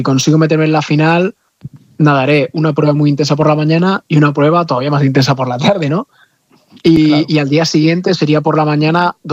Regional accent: Spain; somos 3 apuntados españoles

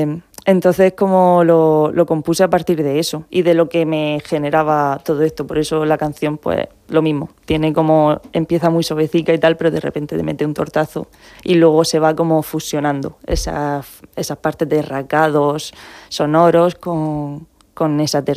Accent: Molina de Segura, Region of Murcia, Spain; yo soy de aquí, yo soy

